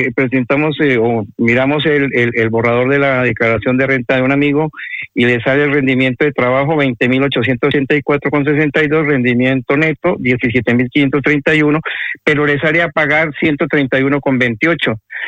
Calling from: Madrid, Community of Madrid, Spain; de Madrid

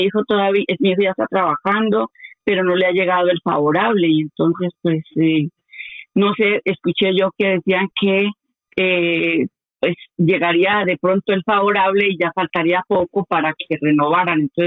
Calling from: Madrid, Community of Madrid, Spain; De Madrid

